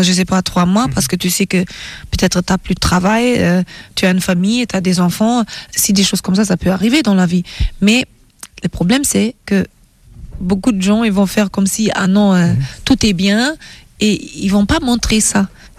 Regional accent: Germany; born or raised there

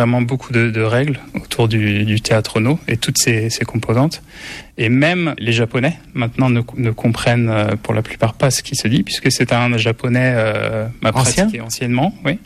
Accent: Lorient, Brittany, France; la Bretagne, je suis de Lorient, la cité aux multiples ports

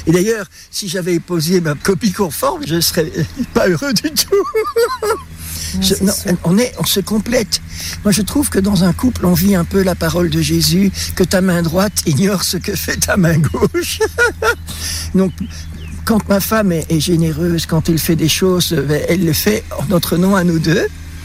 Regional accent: Belgium; On est resté en Belgique, puisque je suis belge.

